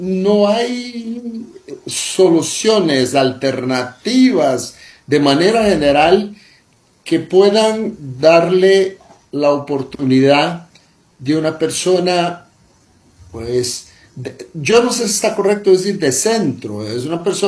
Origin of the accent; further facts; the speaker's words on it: Brazil; moved away; porque soy de origen brasileño